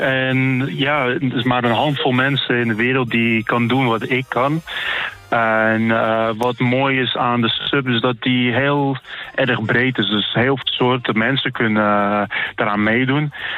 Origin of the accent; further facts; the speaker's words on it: Netherlands; als een Nederlander zijnde het beste mijn land vertegenwoordigen.